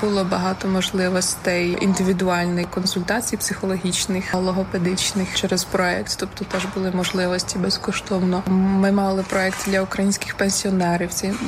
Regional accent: Czechia; Ukrainian is a second language

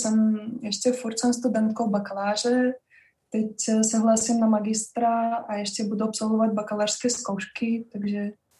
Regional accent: Moscow, Russia; Czech is a second language; now in Prague, Czech Republic; jsem ruská, jsem z Moskvy, ale například můj táta pochází z Doněcku

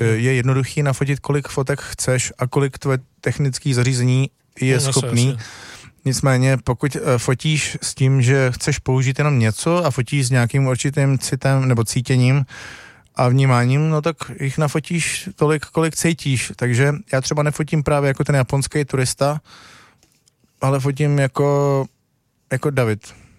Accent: Bohemia, Czechia; now in Greenland; A oni, a odkud teda seš? No, tak jsem z Čech.

